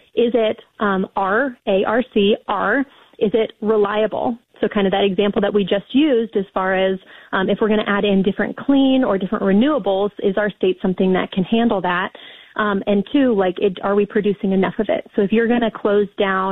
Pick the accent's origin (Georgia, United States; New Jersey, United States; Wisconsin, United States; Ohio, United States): Ohio, United States